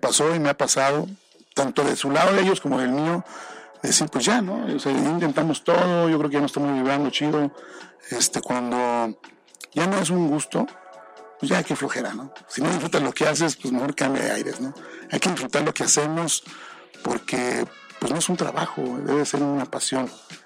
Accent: Mexico; Somos fiesteros y eso es … realmente somos mexicanos

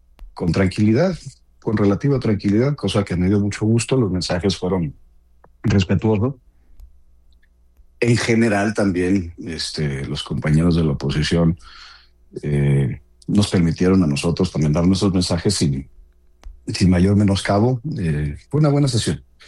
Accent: Mexico

